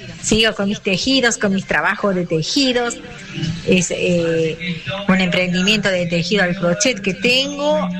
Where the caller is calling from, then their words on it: Valle Viejo, Catamarca, Argentina; de Valle Viejo, Catamarca.